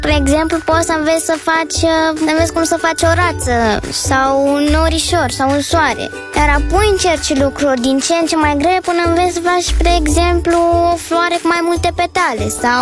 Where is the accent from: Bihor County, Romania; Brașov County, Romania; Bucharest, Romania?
Bucharest, Romania; din București și am 8 ani.